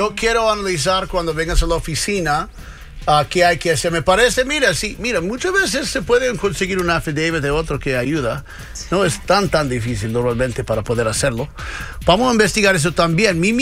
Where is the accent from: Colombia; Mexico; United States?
United States; Tengo mis obligaciones como americano.